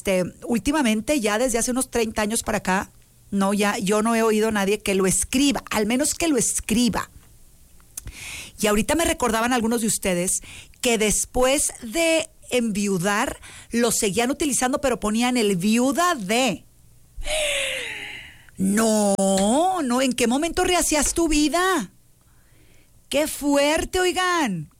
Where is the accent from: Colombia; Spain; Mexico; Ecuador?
Mexico; Somos mexicanos.